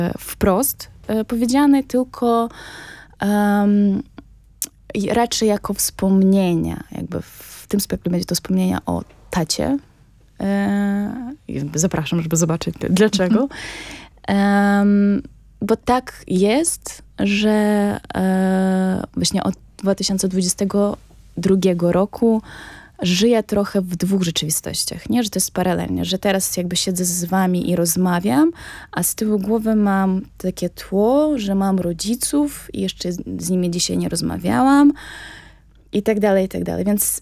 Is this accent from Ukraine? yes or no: yes; Ukraine; moved away; jestem z Ukrainy